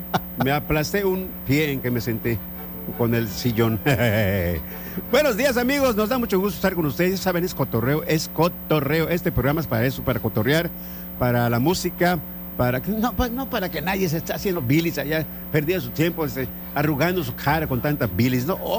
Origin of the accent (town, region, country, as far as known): Mexico